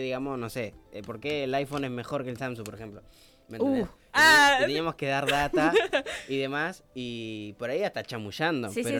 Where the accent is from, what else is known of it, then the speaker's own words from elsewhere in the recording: Argentina; se renota que somos argentinos.